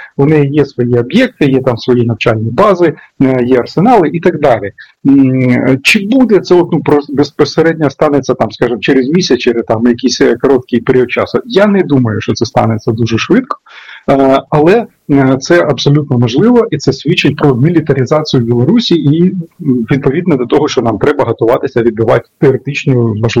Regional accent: Sumy Oblast, Ukraine; моїй рідній Сумщині

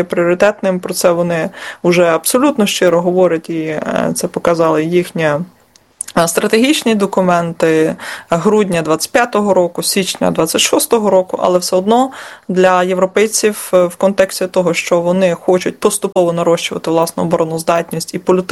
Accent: Vinnytsia, Vinnytsia Oblast, Ukraine; я, принаймні, як вінничанка

